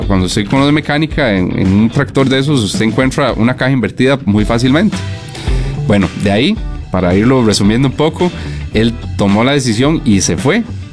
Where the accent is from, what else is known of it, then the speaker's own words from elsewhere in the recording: Pérez Zeledón, San José, Costa Rica; Recuerden que nosotros somos de Pérez Celedón, de, ajá, la zona sur.